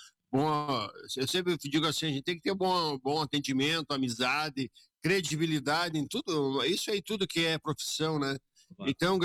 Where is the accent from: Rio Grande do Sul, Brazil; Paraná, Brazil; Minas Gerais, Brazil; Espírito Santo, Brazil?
Rio Grande do Sul, Brazil; Soledade; Soledadense, nasci em Soledade e moro agora 58 anos na rua da ABB. Mas nasci no outro canto da cidade, mas hoje moro há 58 anos na rua que pertence à ABB de Jau ali.